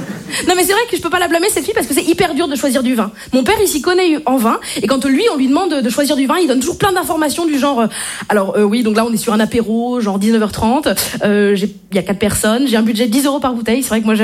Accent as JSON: {"language": "French", "region": "Brittany", "country": "France", "said": "Je suis bretonne."}